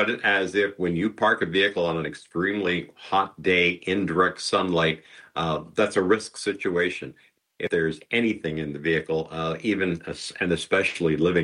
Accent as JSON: {"language": "English", "country": "Canada", "said": "as Canadian consumers"}